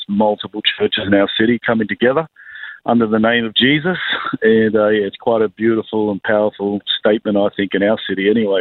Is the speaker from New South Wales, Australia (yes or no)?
yes; Sydney, New South Wales, Australia; also born or lived in New Zealand; I was actually born in New Zealand, but about 4 days later, my mum and dad moved to Sydney. So I'm a Sydney boy.